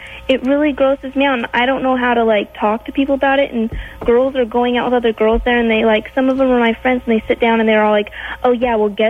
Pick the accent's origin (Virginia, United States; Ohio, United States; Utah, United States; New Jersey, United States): Utah, United States; And I was raised in Utah, and I'm not Mormon.